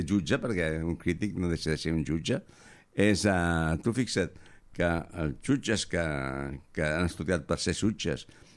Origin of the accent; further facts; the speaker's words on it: Barcelona, Catalonia, Spain; moved away as an adult; now in Argentona, Spain; Jo sóc de Barcelona i encara que porto molt temps aquí, tant en quant se m'escapa una espanyolada.